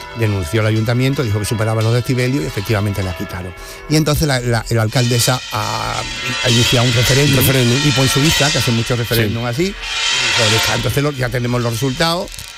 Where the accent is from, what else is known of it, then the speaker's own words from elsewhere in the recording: Cádiz, Andalusia, Spain; Soy de Cádiz, ¿sabes?